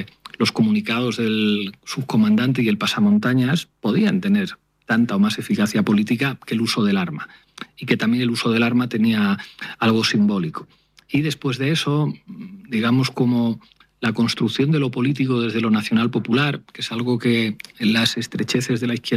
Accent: Spain; es como un español que entiende que su escuela política es América Latina

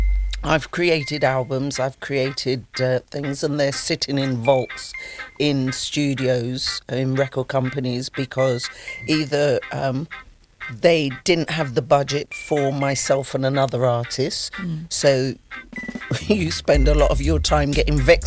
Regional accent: London, United Kingdom; We're going to go back home because we're from West London.

